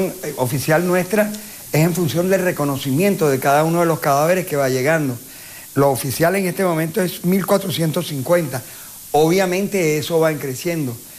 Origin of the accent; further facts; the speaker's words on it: Venezuela; muchísimas gracias a ustedes por estar pendiente de ese horrorosa situación que está sucediendo en mi país.